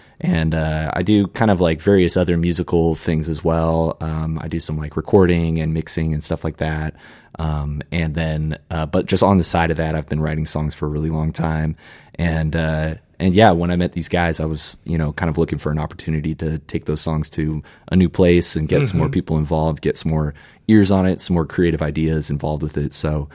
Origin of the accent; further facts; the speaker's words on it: Seattle, Washington, United States; now in Port Townsend, United States; I was living in Seattle. I grew up in Seattle and had met these guys over just various musician friends and various experiences doing music. And then about 2.5 years ago, I moved to Port Townsend